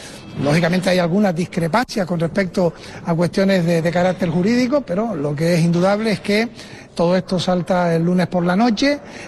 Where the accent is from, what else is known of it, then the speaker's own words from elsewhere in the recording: Canary Islands, Spain; Yo reconozco, soy canario